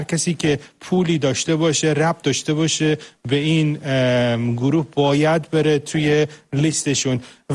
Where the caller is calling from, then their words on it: England, United Kingdom; وقتی که میفهمیدن از انگلیس میام،